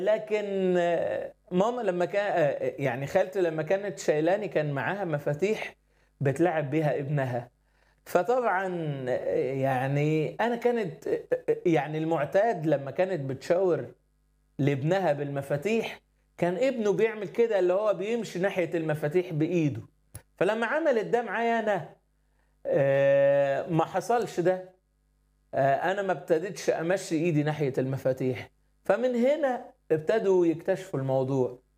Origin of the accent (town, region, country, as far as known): Asyut, Asyut Governorate, Egypt